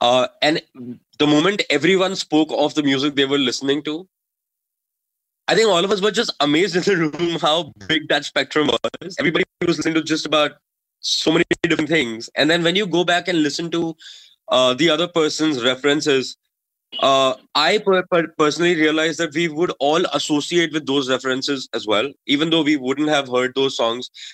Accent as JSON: {"language": "English", "region": "Delhi", "country": "India", "said": "I come from Delhi"}